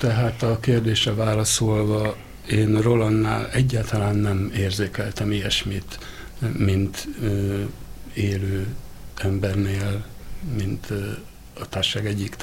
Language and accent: Hungarian; Budapest, Hungary; also born or lived in Miskolc; én budapestiként Miskolcra mentem tanulni 1990-ben, ott éltem 7 éven keresztül, és utána visszaköltöztem Budapestre.